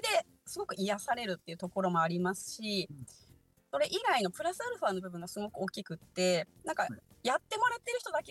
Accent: Fukushima, Japan; 私、地元が福島なんですけど

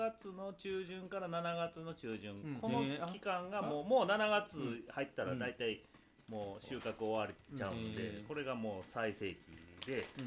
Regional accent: Otsu, Shiga, Japan; 僕は大津ですけど、大津でも

